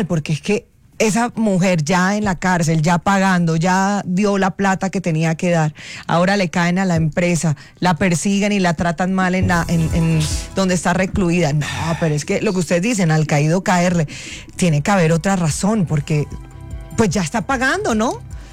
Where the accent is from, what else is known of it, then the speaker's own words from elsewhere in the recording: Colombia; lo que somos los colombianos, unos berracos en todo